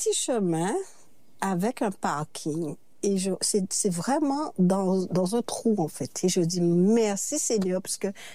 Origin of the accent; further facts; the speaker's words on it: Saint-François, Guadeloupe; born there; moved away as an adult; also born or lived in Saint-Martin; on est né à Saint-François, tout le monde nous connaît.